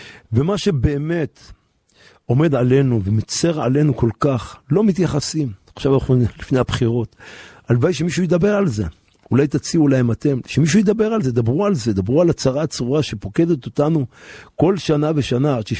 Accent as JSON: {"language": "Hebrew", "town": "Jerusalem", "region": "Jerusalem District", "country": "Israel", "tie": "born or raised there", "said": "אני גדלתי בשכונת בוחרים, פה בירושלים, ברוך השם, והצופפתי בצילם של צדיקים."}